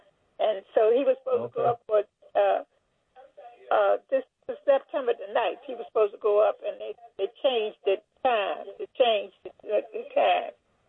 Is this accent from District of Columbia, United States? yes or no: yes; Washington, District of Columbia, United States; we've been in Washington, D.C. all our lives. And I'm 80.